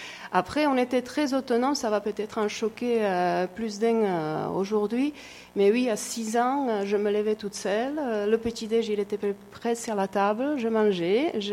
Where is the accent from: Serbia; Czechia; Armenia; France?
Czechia; Ústí nad Labem, Ústí nad Labem Region; born there; French is a second language; moved away; Alors, je suis née à Ústí nad Labem. C'est une ville qui se situe à nord-ouest de Prague, à peu près à 80 km. C'est plutôt proche de la frontière avec l'Allemagne.